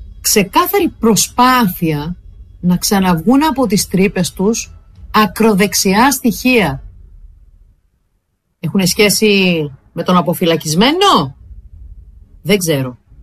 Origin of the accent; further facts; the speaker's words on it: Heraklion, Crete, Greece; Στο Ηράκλειο επίσης, στην πόλη μου, μία μαθήτρια δέχτηκε απειλές και εκφοβισμό από συμμαθητές της